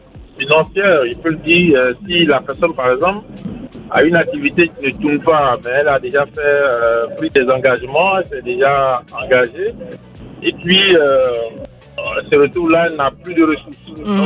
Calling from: Abidjan, Côte d’Ivoire; moi je suis à Abidjan

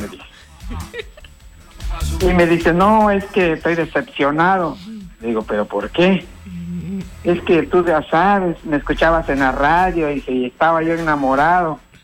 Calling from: Chetumal, Quintana Roo, Mexico; Pues acá de Chetumal, Quintana Roo.

